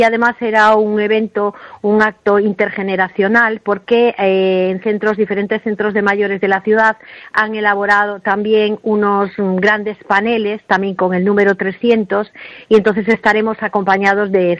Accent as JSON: {"language": "Spanish", "town": "Ferrol", "region": "Galicia", "country": "Spain"}